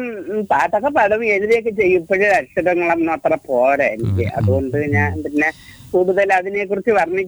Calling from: Kallar, Kerala, India; കല്ലാറിൽ നിന്നാണ് വിളിക്കുന്നത്.

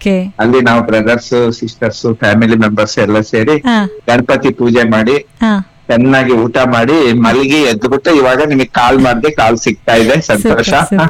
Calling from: Shivamogga, Karnataka, India; Vidyanagar Shivamogga.

